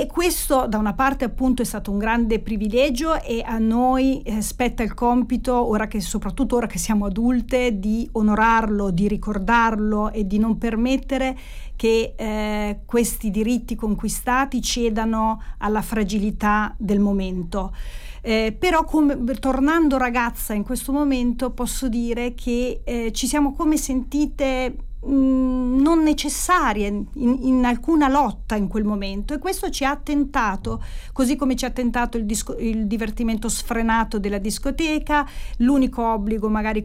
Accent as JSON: {"language": "Italian", "town": "Fano", "region": "Marche", "country": "Italy", "tie": "born or raised there", "moved": "as an adult", "lives_now": "Bologna, Italy", "said": "da una parte Fano, la mia infanzia e la mia adolescenza, e poi il passaggio all'età adulta nella città di Bologna."}